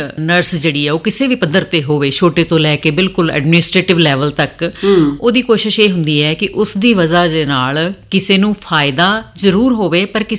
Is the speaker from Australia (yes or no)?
no; Sultanpur Lodhi, Punjab, India; born there; also born or lived in Ludhiana / England; ਮੁੱਢਲੀ ਸਿੱਖਿਆ ਪਿੰਡ ਹੈਬਤਪੁਰ ਦੇ ਮਿਡਲ ਸਕੂਲ ਤੋਂ ਮੈਂ ਮੁੱਢਲੀ ਸਿੱਖਿਆ ਲਈ, ਫਿਰ ਹਾਈ ਸਕੂਲ ਜਿਹੜਾ ਉਹ ਸੁਲਤਾਨਪੁਰ ਲੋਧੀ ਤੋਂ ਹੋਇਆ